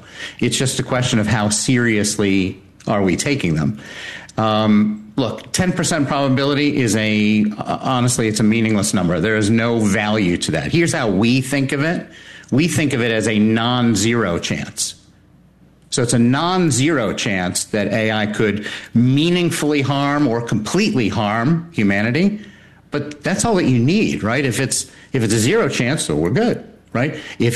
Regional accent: United States; As an American

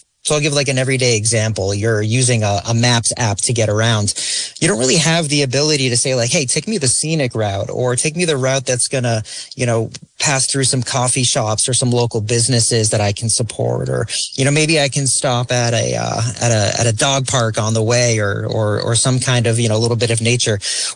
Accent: New England, United States; I'm calling in from my hometown. I live in California, but I grew up in New England.

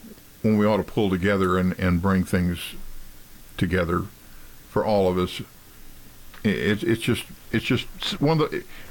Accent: Texas, United States; I don't know about the South, because everybody says, oh, Texas, you're all part of the South. No, we're not. We're Texas.

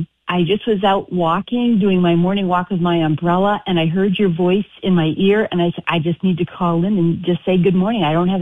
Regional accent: Maine, United States; now in Windham, United States; And I grew up in the Maine that is so different from now.

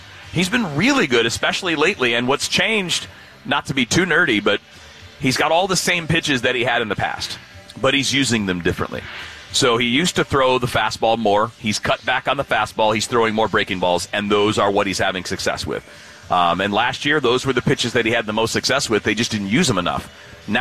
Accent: Michigan, United States; now in St. Louis, United States; when I was growing up in Michigan

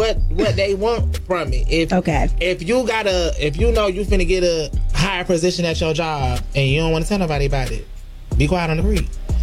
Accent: Florida, United States; Back then, really, for when I grew up, like I grew up in Florida, my family used to love fishing.

